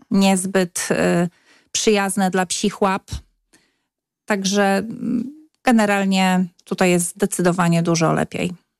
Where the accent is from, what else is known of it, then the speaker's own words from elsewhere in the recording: Subcarpathian Voivodeship, Poland; moved away; Tak, przyjechałam z Podkarpacia w 2006 roku.